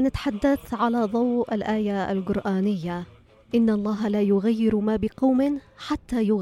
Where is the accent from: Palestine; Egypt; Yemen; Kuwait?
Yemen; نحن كمجتمع يمني